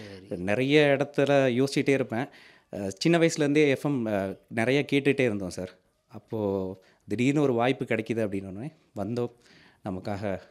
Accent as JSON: {"language": "Tamil", "area": "Theni district", "region": "Tamil Nadu", "country": "India", "tie": "born or raised there", "said": "சொந்த ஊர் தேனி மாவட்டம்"}